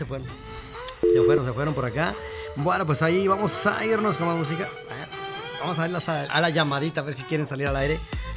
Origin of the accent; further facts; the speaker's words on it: Uruapan, Michoacán, Mexico; Yo mera, soy de Uruapan.